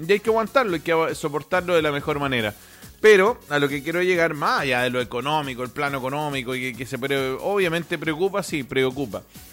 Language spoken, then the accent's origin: Spanish; Curicó Province, Maule, Chile; born there; por algo nacimos en Chile, en la provincia de Curicó.